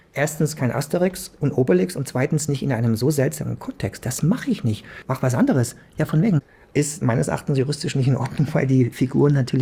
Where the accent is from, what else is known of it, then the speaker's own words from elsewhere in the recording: Swabia, Germany; ich bin Schwabe